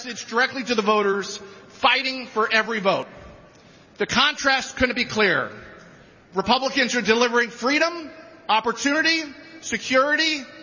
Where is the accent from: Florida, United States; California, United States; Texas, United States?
Florida, United States; I want to give a big shout out to my home state of Florida. Let's hear it for Florida.